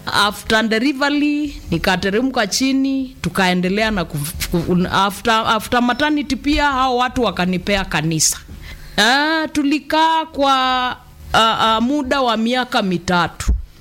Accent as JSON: {"language": "Swahili", "town": "Mwala", "region": "Machakos County", "country": "Kenya", "tie": "born there", "said": "nimezaliwa sehemu za Mwala karibu na Kabaa High School hapo mahali kunaitwa Mumbuni wa Mondo."}